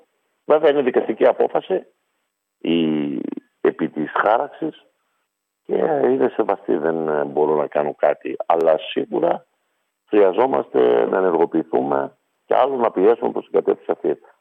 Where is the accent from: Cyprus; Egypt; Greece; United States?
Greece; Nea Karvali, East Macedonia and Thrace; έξω από την Αγκαρμπάλη, το χωριό μου